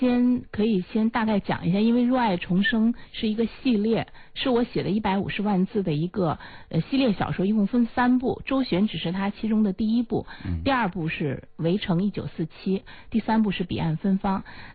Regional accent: Xi'an, Shaanxi, China; born there; 因为我的出生地是在西安。

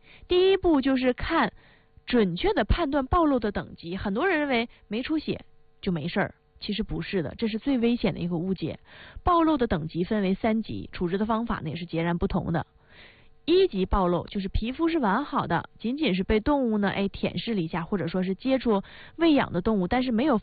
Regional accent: Northeast China, China; accent: Northeastern Mandarin; 就是我们东北话说的它沙挺。

